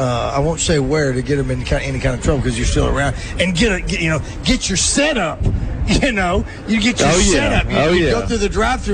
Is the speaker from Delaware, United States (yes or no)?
no; Hot Springs, Arkansas, United States; Growing up in Hot Springs